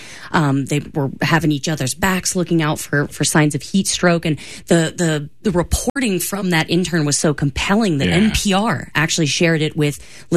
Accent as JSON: {"language": "English", "town": "Charlotte", "region": "North Carolina", "country": "United States", "said": "we are both from Charlotte, North Carolina."}